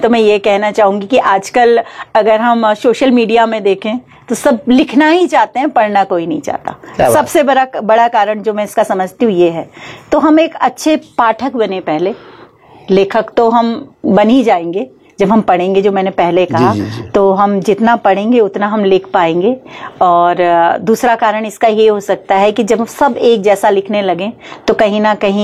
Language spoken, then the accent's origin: Hindi; Uttarakhand, India